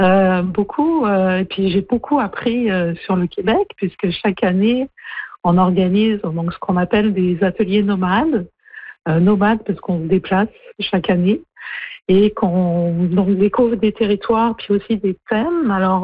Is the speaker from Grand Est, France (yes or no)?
no; Brittany, France; Et je pense que quand on vient de Bretagne, c'est assez marquant.